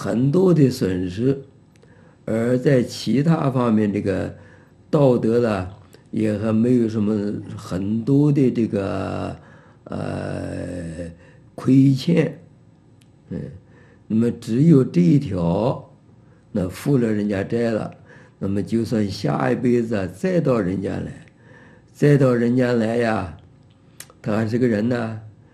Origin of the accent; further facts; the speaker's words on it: China; 过去啊，我们中国人都知道，不要接受人家的这个不义之财。